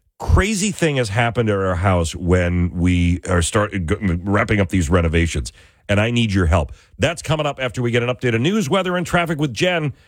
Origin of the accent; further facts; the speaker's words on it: New York, United States; moved away; I grew up outside of Buffalo in a small farm town.